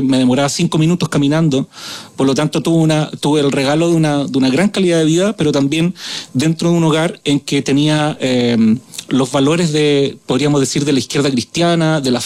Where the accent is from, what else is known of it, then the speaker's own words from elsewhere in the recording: Chile; yo nací el año 82, en plena crisis de los 80 en Chile.